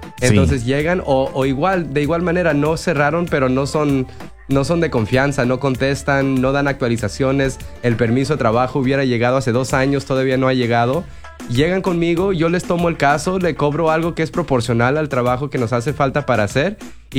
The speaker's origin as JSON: {"language": "Spanish", "town": "Sacramento", "region": "California", "country": "United States", "tie": "born or raised there", "also_born_or_lived": "Davis, California", "said": "ya que soy originario de Davis y Sacramento, o sea, de aquí soy"}